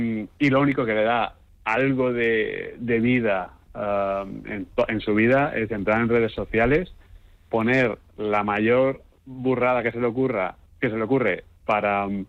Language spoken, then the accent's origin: Spanish; Alicante, Valencian Community, Spain; Además, Sonia y yo, claro, somos de Alicante.